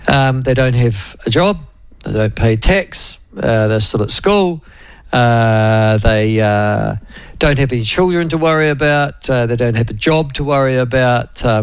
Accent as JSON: {"language": "English", "country": "New Zealand", "said": "There are moments that I feel sometimes quite ashamed to be a New Zealander."}